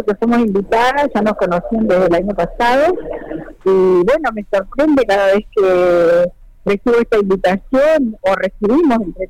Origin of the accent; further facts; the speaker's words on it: Catamarca, Argentina; now in Caleta Olivia, Argentina; Yo soy catamarqueña y desde el año 56 vivo en Caleta Olivia.